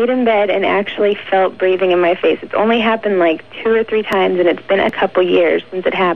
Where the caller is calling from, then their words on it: Modesto, California, United States; from Modesto, California.